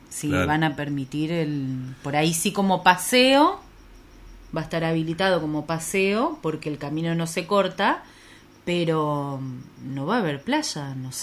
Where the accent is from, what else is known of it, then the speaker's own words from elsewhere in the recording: Concepción del Uruguay, Entre Ríos, Argentina; nosotros no somos, Concepción del Uruguay, no somos una ciudad turística de verano, por ahí es más estudiantil y universitaria